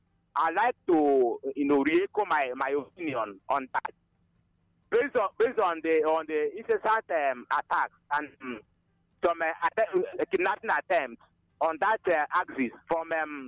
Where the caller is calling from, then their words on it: Enugu State, Nigeria; Yes, I'm reaching you from Nkomo here in the Ezekiel Autonomous Community. In your DC of State.